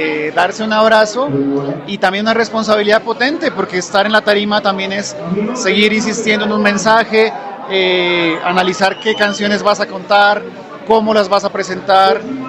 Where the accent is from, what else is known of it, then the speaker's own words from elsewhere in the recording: Pasto, Nariño, Colombia; en mi caso, que vengo de Pasto